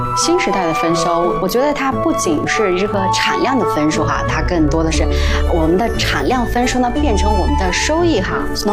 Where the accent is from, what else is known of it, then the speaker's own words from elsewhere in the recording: Jingyuan, Gansu, China; 我也是一个土生土长的靖远人哈